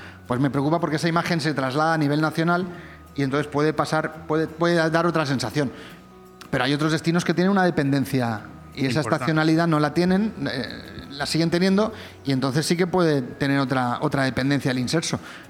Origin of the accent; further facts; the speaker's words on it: Benidorm, Valencian Community, Spain; Yo a Benidorm vuelvo siempre porque yo vivo en Benidorm, soy de Benidorm y nací en Benidorm y me moriré dentro de muchísimos años en Benidorm.